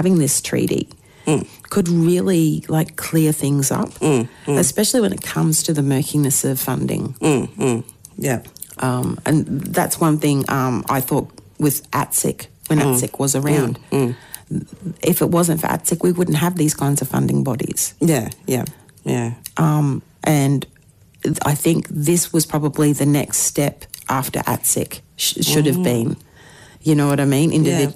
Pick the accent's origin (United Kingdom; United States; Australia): Australia; as Australian citizens